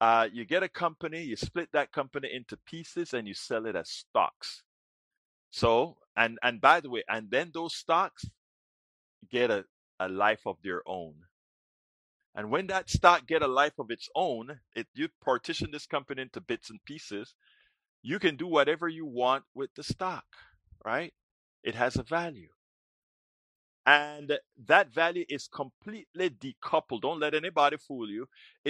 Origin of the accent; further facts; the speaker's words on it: United States; Look, I am an American.